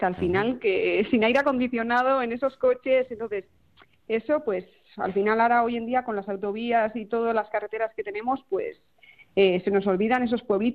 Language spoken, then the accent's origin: Spanish; Deba, Basque Country, Spain; now in Azkoitia, Spain; yo soy de un pueblo costero de Guipúzcoa, de Deva, pero bueno, pues actualmente vivo en Azcoitia porque mi compañero con el que voy a viajar, con mi pareja, es de Azcoitia.